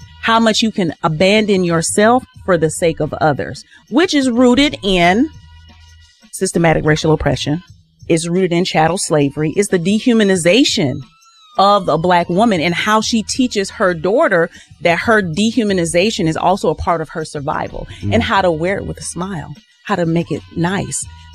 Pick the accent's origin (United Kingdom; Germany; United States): United States; Southern United States; born or raised there